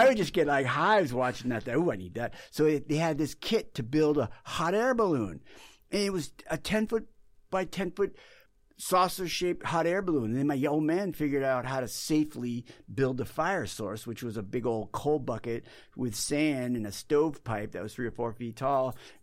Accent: Massachusetts, United States; which is only 40 minutes from where I grew up in Massachusetts.

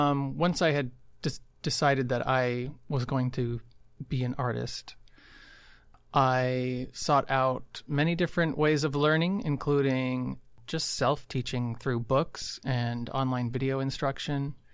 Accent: Tucson, Arizona, United States; I was raised in Arizona, in Tucson.

